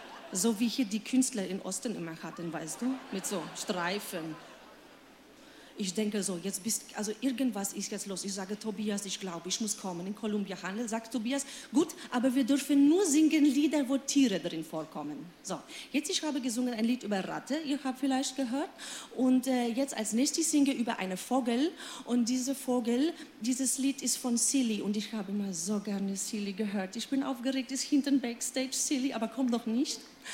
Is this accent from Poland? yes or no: yes; Poland; German is a second language; Bitte nicht wundern, ich spreche ein bisschen komisch, weil ich komme aus Polen.